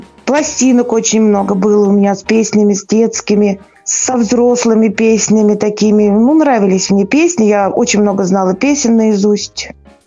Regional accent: Kuybyshev, Samara Oblast, Russia; born there; Родилась я в городе Куйбышеве, тогда еще был город Куйбышев. Родилась я в 1977 году.

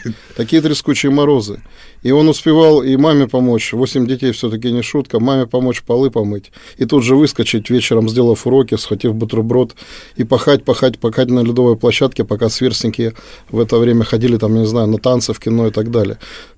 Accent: Rostov-on-Don, Rostov Oblast, Russia; дворцы открываются на моей родине, в Ростове-на-Дону, в моем родном городе, тоже открываются

